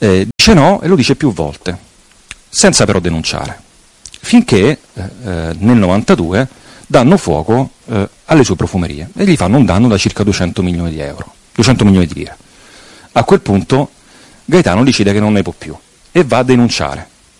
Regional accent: Rome, Lazio, Italy; now in Sicily, Italy; sono romano come voi, come molti di voi, però nel 92 avevo 16 anni

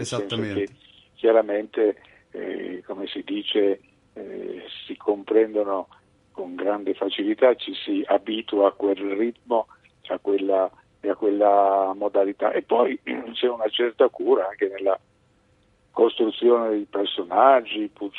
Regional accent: Piedmont, Italy; essendo piemontese di quella generazione, nato nel 48, si parlava ancora piemontese, quindi con i piemontesi della mia generazione io continuo a parlare quella lingua

